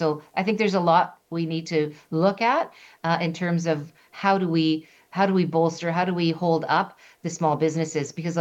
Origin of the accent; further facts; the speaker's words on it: Canada; we have to be really prepared to fight and to fight in a way that is going to make it clear that we're never going to become anything but Canada, and we are never going to allow another country to tell us how to be Can